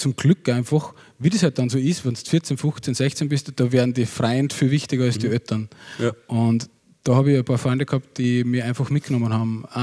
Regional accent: Upper Austria, Austria; Also bei uns im Innviertel gibt es die Liedertafel. Das war das Einzige.

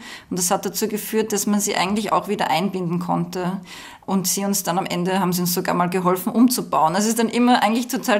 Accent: Waidhofen an der Ybbs, Lower Austria, Austria; Also ich bin ja aufgewachsen eben in Waidhofen an der Ybbs im Mostviertel

